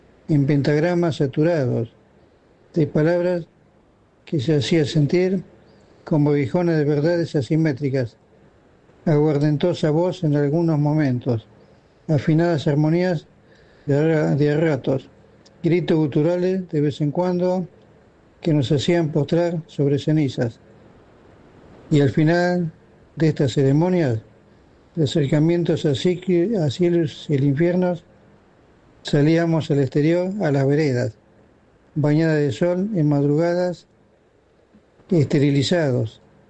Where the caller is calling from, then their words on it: Ciudadela, Buenos Aires Province, Argentina; en Ciudadela